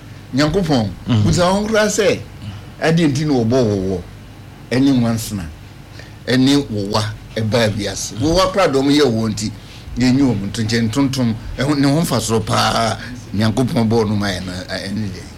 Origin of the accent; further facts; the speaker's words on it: South Sudan; and I'm from South Sudan.